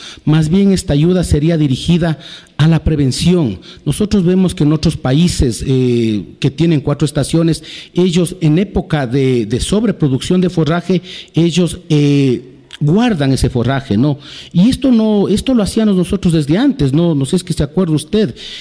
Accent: Píllaro, Tungurahua, Ecuador; Yo soy de Santiago de Píllaro, también soy concejal rural del cantón Santiago de Píllaro

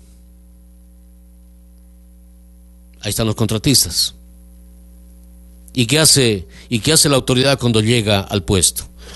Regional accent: Ecuador; le dijimos que somos ecuatorianos y que acá decimos cola.

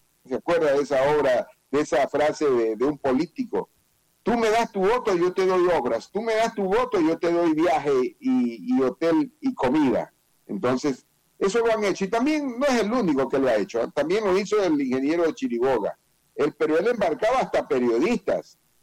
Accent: Ecuador; yo voy a estar tranquilo acá en mi país, con mi familia.

